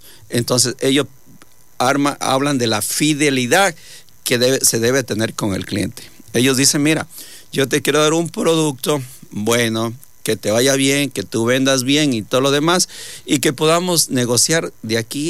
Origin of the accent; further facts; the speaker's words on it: Ecuador; nosotros tenemos el tema como ecuatorianos